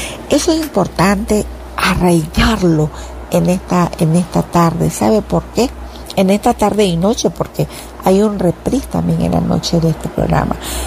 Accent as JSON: {"language": "Spanish", "country": "Nicaragua"}